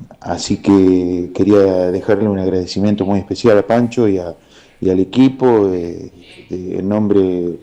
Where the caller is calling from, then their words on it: La Pampa, Argentina; soy de La Pampa. Del grupo folclórico